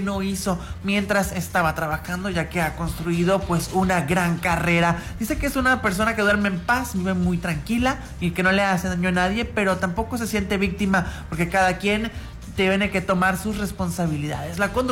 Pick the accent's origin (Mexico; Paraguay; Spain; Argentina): Mexico